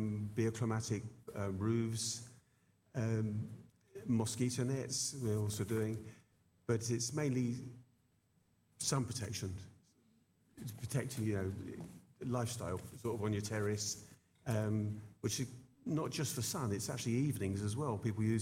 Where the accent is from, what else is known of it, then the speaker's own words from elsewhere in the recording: South East England, United Kingdom; moved away as an adult; now in Mallorca, Spain; I'm originally from between Southampton and Portsmouth.